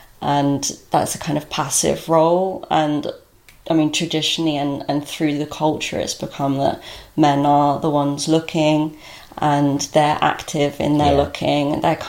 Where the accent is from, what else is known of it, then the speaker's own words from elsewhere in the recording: East of England, United Kingdom; also born or lived in Norwich; I studied at Norwich University of the Arts, and I'm from Norfolk. I was from a little village in Norfolk, and then moved to Norwich and studied there, and then did my History of Art MA after, but I've always stayed in Norfolk. I love Norfolk.